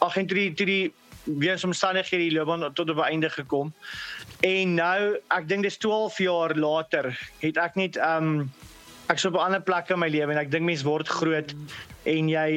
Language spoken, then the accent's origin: Afrikaans; Barberton, Mpumalanga, South Africa; now in Meyerton, South Africa; En ja, ek het groot geword in Barberton in daai jare toe die musiek begin het. En ja, maar die wêreld getravel in Meyerton opgeëindig.